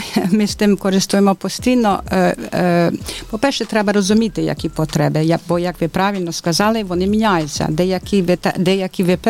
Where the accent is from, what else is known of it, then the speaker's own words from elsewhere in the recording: Geneva, Switzerland; Ukrainian is a second language; moved away as an adult; now in Ivano-Frankivsk, Ukraine; Це я з Женева, Швейцарія. Це так само невелике, дуже знане, але невелике місто.